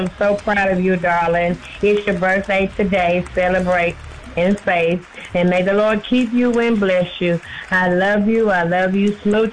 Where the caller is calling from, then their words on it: Charlotte, North Carolina, United States; I'm calling from Charlotte.